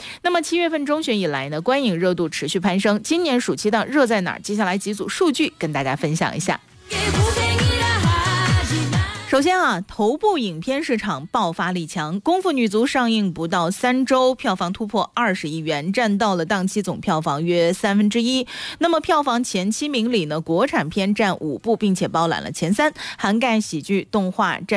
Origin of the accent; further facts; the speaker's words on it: Henan, China; now in Heyuan, China; 我的老家河南